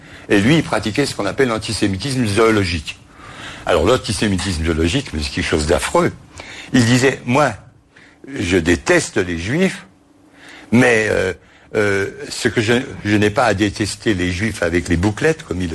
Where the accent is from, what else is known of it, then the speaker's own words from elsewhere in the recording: Poland; dans cette épreuve que nous subissons, nous aussi, en tant que Polonais